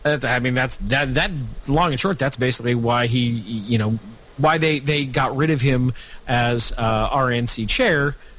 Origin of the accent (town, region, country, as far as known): Nebraska, United States